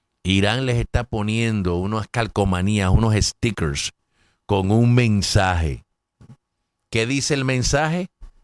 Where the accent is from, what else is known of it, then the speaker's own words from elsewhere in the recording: Cagua, Aragua, Venezuela; moved away; Como dicen allá en mi pueblo, en Cagua